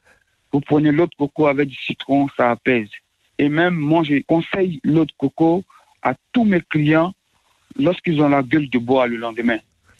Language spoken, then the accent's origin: French; Côte d’Ivoire; Chez nous, en Côte d'Ivoire